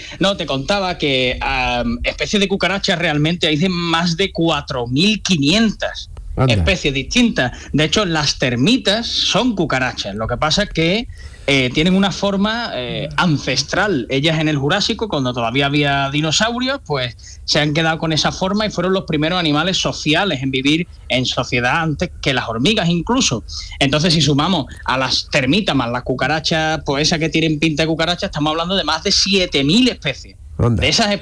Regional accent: Cádiz, Andalusia, Spain; now in Madrid, Spain; Yo soy de Cádiz, ¿no? Estoy aquí trabajando en Madrid, yo soy de Cádiz.

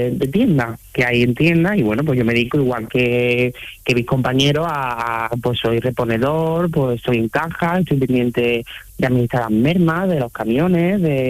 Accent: Córdoba, Andalusia, Spain; born there; also born or lived in Sevilla / Granada; now in Málaga, Spain; yo soy nacido en Córdoba. Entonces, pues, en mi ciudad, evidentemente, en Sevilla, en Granada y en Málaga, que es donde estoy a día de hoy viviendo y trabajando.

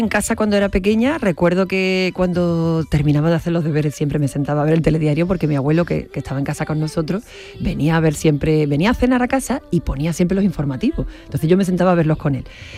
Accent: Seville, Andalusia, Spain; accent: Andalusian

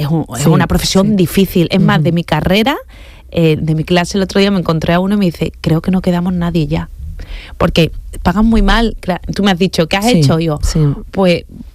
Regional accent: Andalusia, Spain; me lo ha dado Canal Sur Informativo, que es mi pasión, mi tierra, los profesionales que yo admiro

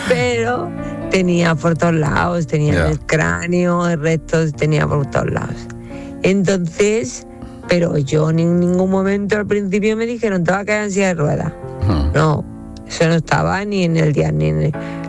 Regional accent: Spain; Digo, no, pues soy española.

